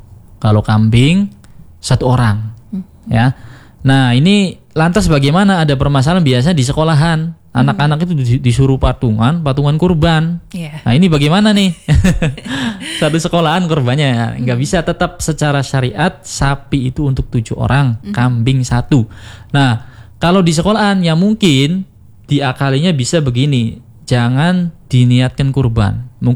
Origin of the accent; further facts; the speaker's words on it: Cirebon, West Java, Indonesia; kita orang Cirebon di sini